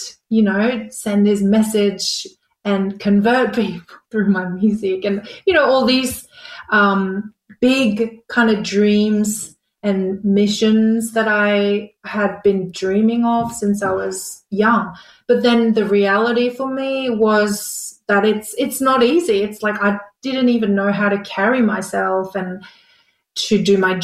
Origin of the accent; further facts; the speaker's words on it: Brisbane, Queensland, Australia; Yeah, so I grew up in Brisbane going to a Korean church